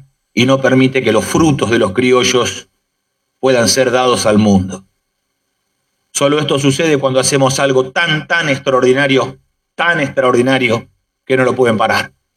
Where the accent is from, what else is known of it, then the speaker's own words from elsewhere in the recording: Argentina; nos une a los argentinos